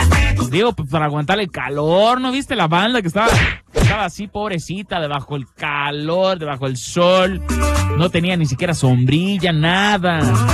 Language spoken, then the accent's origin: Spanish; Mexico